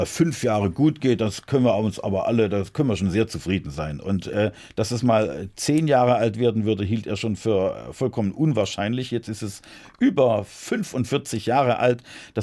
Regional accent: Heilbronn, Baden-Württemberg, Germany; Ich glaube, ich 88 erstmals in meiner Heimatstadt Heilbronn als unabhängiger Kandidat zur Landtagswahl angetreten.

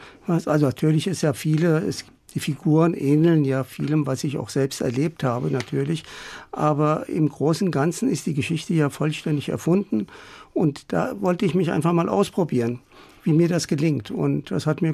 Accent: Germany; Ja, also ich bin ja auch hier in Deutschland aufgewachsen und kann das so ein bisschen nur von der Perspektive von hier aus auf den Iran beurteilen, natürlich anders als Sie und viele andere gebürtige Deutsche.

